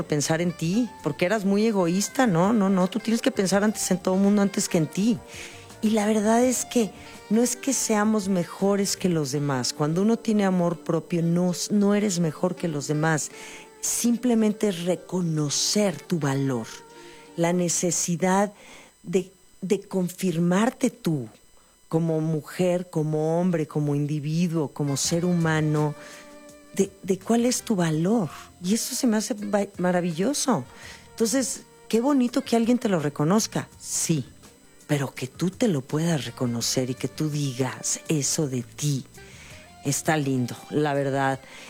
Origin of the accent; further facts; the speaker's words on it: Mexico; me siento tan bien de ser mexicana, de ser parte de este país, de estas tierras, de esta historia, de este amor que tengo por mi país, por mi gente, por donde nací, mi tierra, lo que como, la cultura